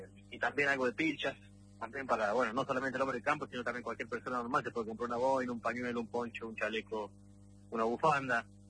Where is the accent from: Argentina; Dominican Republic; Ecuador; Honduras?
Argentina; Córdoba; Soy de Córdoba.